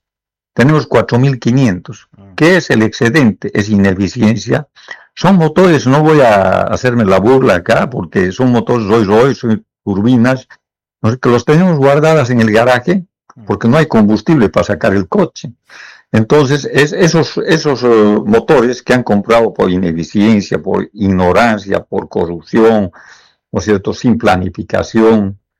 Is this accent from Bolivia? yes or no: yes; Bolivia; yo estoy pidiendo como ciudadano boliviano